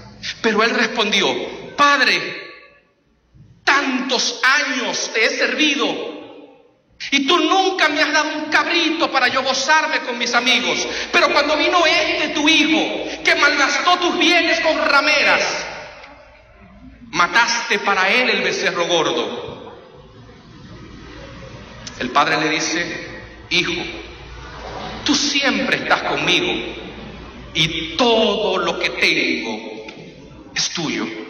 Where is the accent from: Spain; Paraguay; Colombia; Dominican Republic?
Dominican Republic; yo soy dominicano. ¿Algún dominicano aquí en la casa? Qué bueno, no estoy solo.